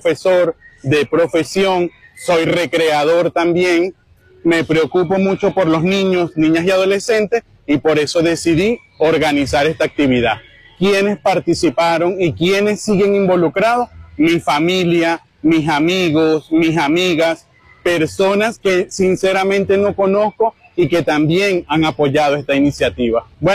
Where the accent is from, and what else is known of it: Venezuela